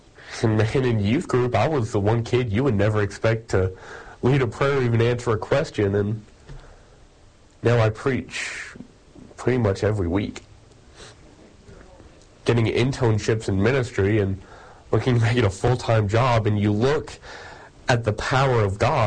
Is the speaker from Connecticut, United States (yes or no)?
no; Little Rock, Arkansas, United States; moved away as an adult; now in Paragould, United States; I'm from Little Rock, Arkansas. The college I go to is in Paragould, about 2.5 hours away.